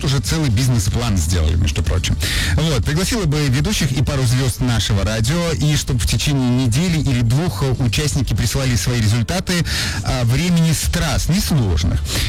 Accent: Siberia, Russia; Не нужно подарков, я из Сибири.

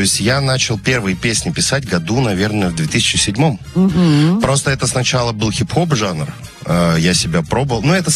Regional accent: Magnitogorsk, Chelyabinsk Oblast, Russia; Я из Магнитогорска, Челябинская область.

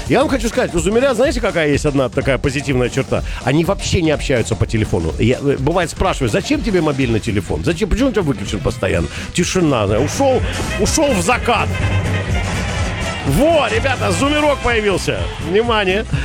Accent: Rostov-on-Don, Rostov Oblast, Russia; в Ростове у нас так вот, ну, своеобразно мы шутим. Вот, мы очень громко, темпераментно разговариваем.

